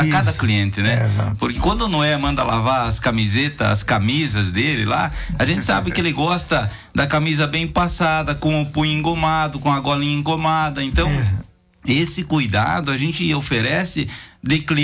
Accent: Concórdia, Santa Catarina, Brazil; Me criei no interior de Concórdia

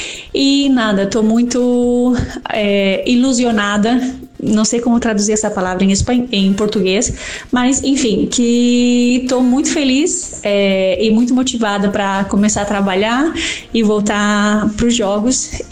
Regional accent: Chapecó, Santa Catarina, Brazil; moved away as an adult; essa volta para Chapecó, com a volta para minha terra

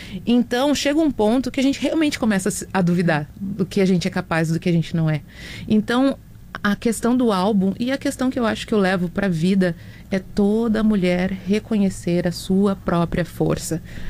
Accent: Alvorada, Rio Grande do Sul, Brazil; Eu sou de Alvorada.

